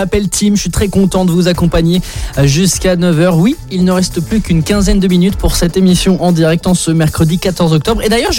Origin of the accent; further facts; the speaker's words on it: Normandy, France; parce que moi je viens de Normandie, donc je suis un peu chauvin, cocorico.